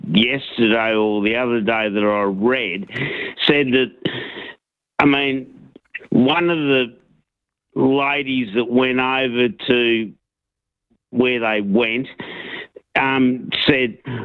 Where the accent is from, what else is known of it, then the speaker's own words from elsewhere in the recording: Australia; We are Aussies, you know.